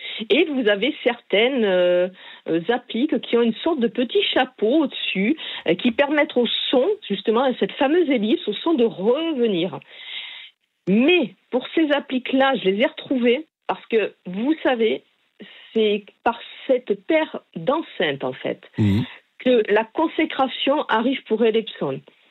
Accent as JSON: {"language": "French", "region": "south of France", "country": "France", "tie": "born or raised there", "also_born_or_lived": "Paris", "said": "Alors, si, je suis pas née dans l'Aveyron, mais pas du tout. Alors, je vais vous faire rire parce que je suis née à Paris. Mais, oui. Mais je suis partie, je devais avoir 9 mois, je suis partie dans le sud de la France."}